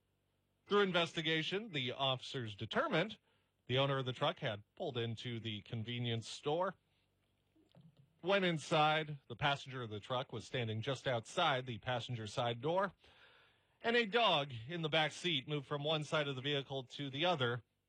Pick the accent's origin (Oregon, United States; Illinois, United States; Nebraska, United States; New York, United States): Nebraska, United States; Scottsbluff; moved away; I know my hometown can be a little hillbilly sometimes